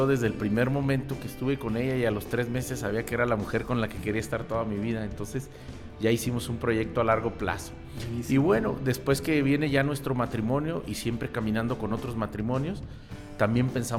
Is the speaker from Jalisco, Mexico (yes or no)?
yes; Guadalajara, Jalisco, Mexico; born or raised there